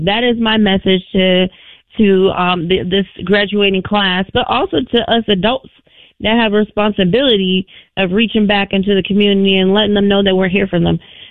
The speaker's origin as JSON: {"language": "English", "region": "California", "country": "United States", "moved": "yes", "lives_now": "Minnesota, United States", "said": "I'm from Cali."}